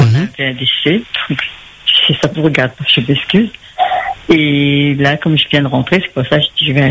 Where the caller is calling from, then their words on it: Réunion; à côté de chez moi, à Combustan